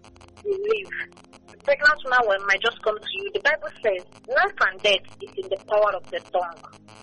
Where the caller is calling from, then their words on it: Aba, Abia, Nigeria; I'm calling from Abba.